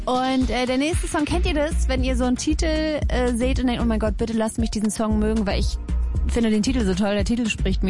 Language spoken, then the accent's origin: German; Berlin, Germany; Meine zwei Lieblingsstädte, ja. Einmal meine Herzensstadt, dann meine Heimatstadt.